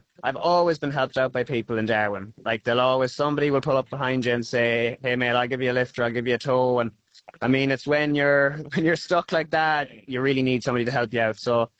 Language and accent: English; Connacht, Ireland; I'm from County Sligo. It's kind of on the west coast of Ireland. Looking at America.